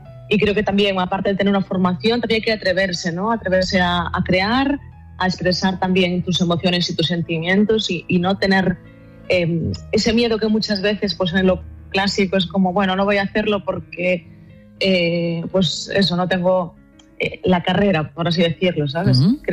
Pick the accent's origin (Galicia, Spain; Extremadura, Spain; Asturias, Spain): Galicia, Spain; Porque soy una persona que, como buena gallega, pues dudo un montón.